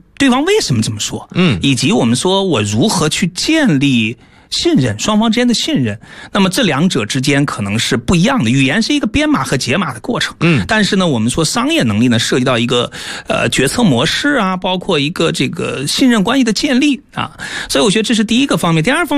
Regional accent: China; 我们中国人

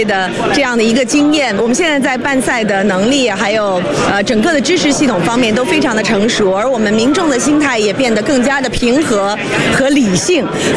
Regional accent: Beijing, China; 我深深为这座我生于斯长于斯的城市感到骄傲。

